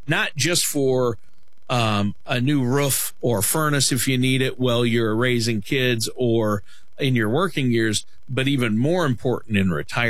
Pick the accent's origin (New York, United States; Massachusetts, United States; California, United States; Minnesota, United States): Minnesota, United States; Worthington; my hometown of Worthington, Minnesota, was the turkey capital of the self-proclaimed turkey capital of the world